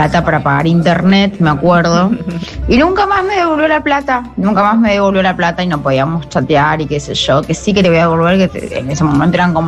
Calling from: Resistencia, Chaco, Argentina; yo vivo en Resistencia, Chaco

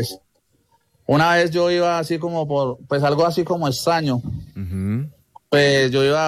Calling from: Tuluá, Valle del Cauca, Colombia; Estoy desde Tuluá, Valle del Cauca

